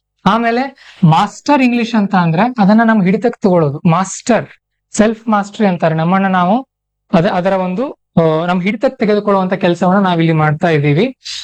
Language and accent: Kannada; Karnataka, India; first language Kannada; ನಾವು ಕನ್ನಡಿಗರು ಅಲ್ವಾ, ನಾವು ಕನ್ನಡಿಗರಿದ್ದೀವಿ, ಕನ್ನಡ ಒಂದೇ ಸಾಕಲ್ವಾ ನಮಗೆ?